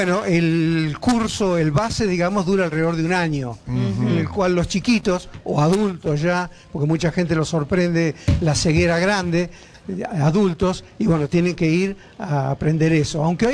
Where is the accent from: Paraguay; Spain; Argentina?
Argentina; Lincoln, Buenos Aires Province; Y al costado de la ruta 50 vas a mi pueblo